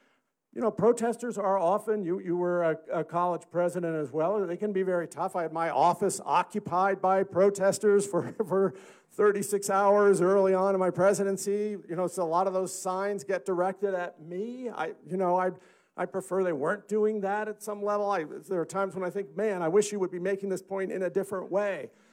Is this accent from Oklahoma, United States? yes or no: no; Oregon, United States; moved away; I grew up in Oregon, had gone home to Oregon